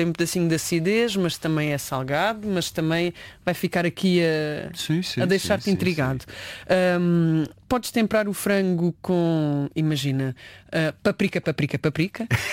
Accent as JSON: {"language": "Portuguese", "region": "Alentejo", "country": "Portugal", "said": "Eu sou alentejana, nota-se."}